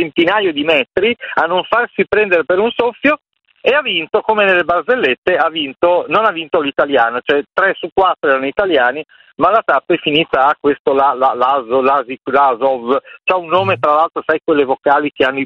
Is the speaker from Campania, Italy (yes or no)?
no; Ferrara, Emilia-Romagna, Italy; vengo da Ferrara.